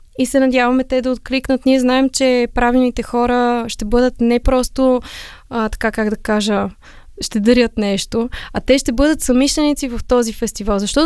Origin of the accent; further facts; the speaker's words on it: Sofia, Sofia City, Bulgaria; born there; moved away as an adult; now in Beli Iskar, Bulgaria; Аз съм софиянка по рождение. Аз обичам София.